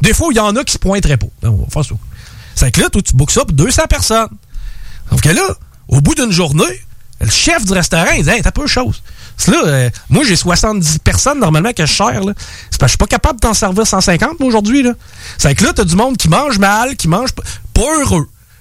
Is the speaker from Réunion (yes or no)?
no; Canada; now in Côte d'Ivoire; Moi, en tant que Canadien-Français qui débarque sur la Côte d'Ivoire, de me faire dire ça, je me sens pas attaqué.